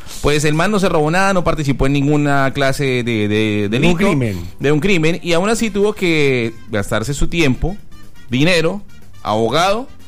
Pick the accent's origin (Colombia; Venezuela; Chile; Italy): Colombia